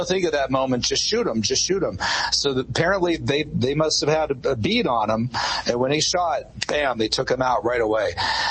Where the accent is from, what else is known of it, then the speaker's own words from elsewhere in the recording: Butler, Pennsylvania, United States; By the way, that would be an interesting book now, given what happened in my hometown of Butler, Pennsylvania.